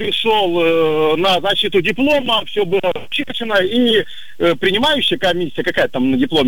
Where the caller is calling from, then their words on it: Smolensk, Smolensk Oblast, Russia; Доброе утро, город-герой … из Смоленска.